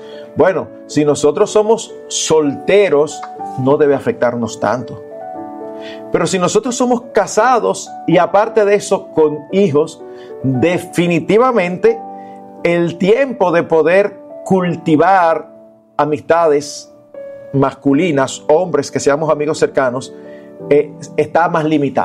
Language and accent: Spanish; Santo Domingo, Distrito Nacional, Dominican Republic; Eduardo, tú y yo crecimos aquí en Santo Domingo.